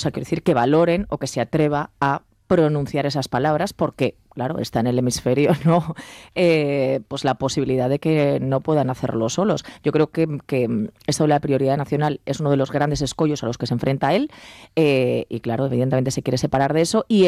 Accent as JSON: {"language": "Spanish", "region": "Aragon", "country": "Spain", "said": "en Segovia cuando iba a los veranos, evidentemente porque soy maña."}